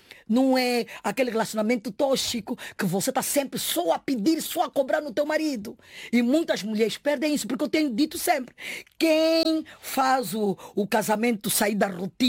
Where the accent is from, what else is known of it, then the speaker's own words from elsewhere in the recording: Angola; now in Portugal; Eu quando viesse aqui para Portugal, me diziam, você é de Guiné? Eu dizia, não, eu não sou de Guiné, eu sou de Angola.